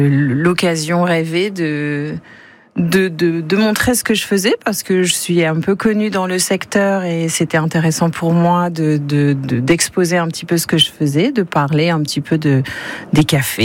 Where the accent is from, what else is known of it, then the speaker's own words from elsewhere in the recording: La Chaussée-Tirancourt, Hauts-de-France, France; La chaussée Tirancourt, c'est mon village de cœur. C'est là où j'ai grandi. Et malheureusement, c'est un village aujourd'hui dans lequel il n'y a plus de commerce, il n'y a plus de point de rendez-vous pour les gens, il n'y a plus de lieu de société, en fait.